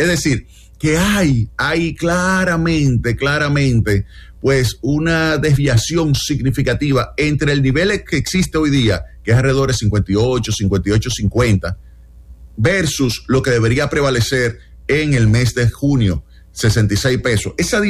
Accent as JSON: {"language": "Spanish", "country": "Dominican Republic", "said": "a mí como dominicano"}